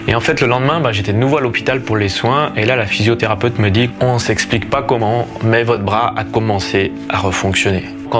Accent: France; now in Switzerland; m'appelle … je suis français, je vis en Suisse. Je suis issu d'une famille catholique pratiquante.

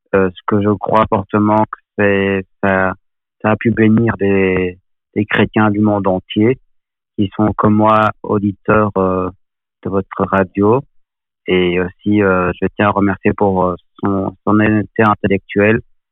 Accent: Nivelles, Wallonia, Belgium; je viens de Belgique, près de Bruxelles, exactement à Nivelles.

